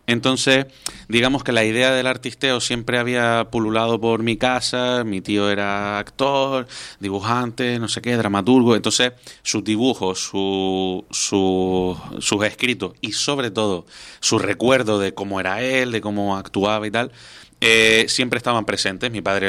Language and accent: Spanish; Telde, Canary Islands, Spain; en Telde, de donde soy